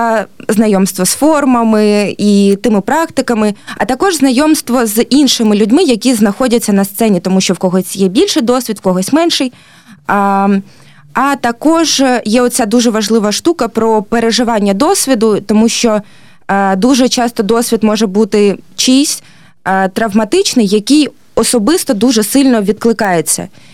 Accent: Kharkiv, Kharkiv Oblast, Ukraine; всі ми в Харкові, ми харків'яни

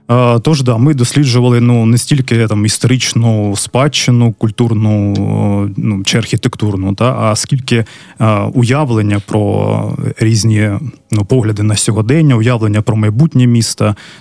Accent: Kharkiv, Kharkiv Oblast, Ukraine; Там, я харків'янин, більша частина команди теж з Харкова, всі ми дуже любимо своє місто

